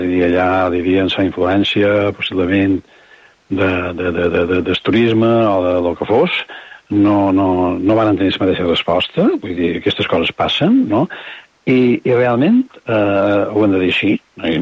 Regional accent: Balearic Islands, Spain; nosaltres com a grup mallorquí, amb un humor superlocalista de Mallorca

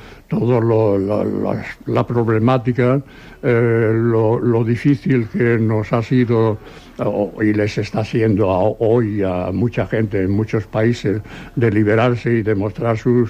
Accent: Seville, Andalusia, Spain; now in Barcelona, Spain; lo mismo que nosotros, pero cuando vinimos de Sevilla

